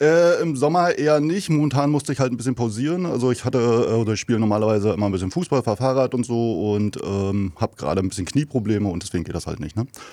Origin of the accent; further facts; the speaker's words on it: East Germany, Germany; Ja, ich bin aus dem Osten, aber zu der Zeit war ich, also zur Wendezeit war ich 9.